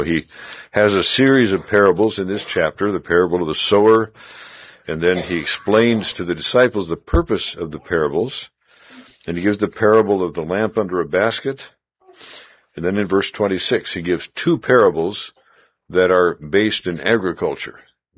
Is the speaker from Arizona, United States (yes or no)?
yes; Mesa, Arizona, United States; also born or lived in Latin America; from Mesa, Arizona.